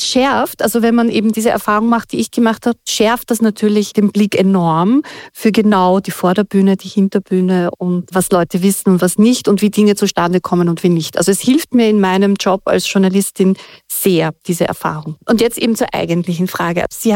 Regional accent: Austria; born there; Also ich bin ja in Österreich geboren, aber meine Eltern nicht.

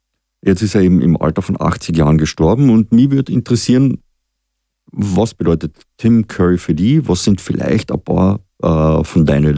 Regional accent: Frankfurt, Hesse, Germany; Aber eben Rocky Horror Show, Picture Show, natürlich als Frankfurter

